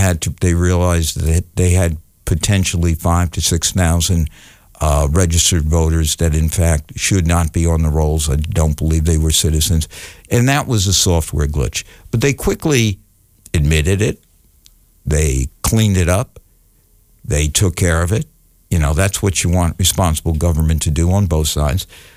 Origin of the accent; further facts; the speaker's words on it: New Jersey, United States; I grew up in New Jersey